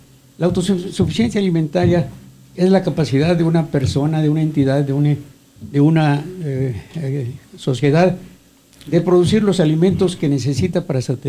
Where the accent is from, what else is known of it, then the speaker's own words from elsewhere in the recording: Maya area, Mexico; en mi tierra, en los mayas